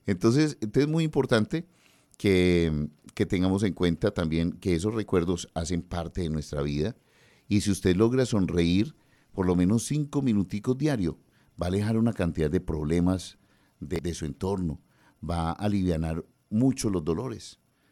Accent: Medellín, Antioquia, Colombia; yo me crié en una casa en Prado Centro y esas casas de Prado Centro tienen un frente muy cortico, un frente de 4 metros, 5 metros.

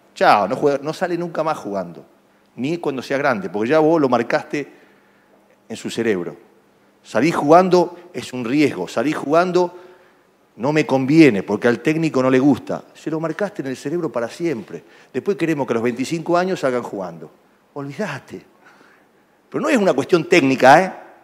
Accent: Rosario, Santa Fe, Argentina; Yo soy de Rosario. No puedo concebir que Rosario, una ciudad tan futbolera como Rosario

